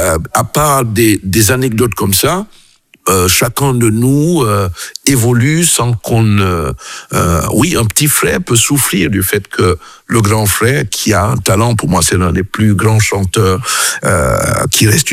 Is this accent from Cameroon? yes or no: yes; Cameroon; first language French; moved away as an adult; mes parents, alors qu'on a grandi au Cameroun jusqu'à nos 18-19 ans, devaient dire à nos tantes, nos oncles, non, ne leur parlez pas notre langue maternelle, parce qu'ils doivent parler le mieux le français possible.